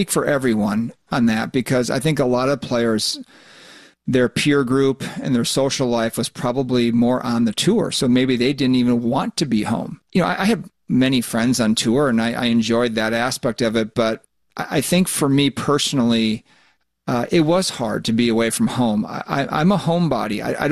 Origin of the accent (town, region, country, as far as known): Minnesota, United States; born or raised there